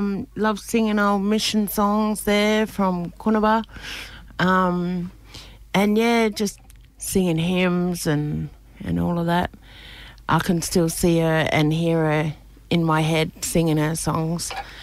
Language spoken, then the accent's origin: English; South Australia, Australia; So I'm Googada Mob. That's West Coast, South Australia. Gawler Rangers. But I grew up here on Kaurna land.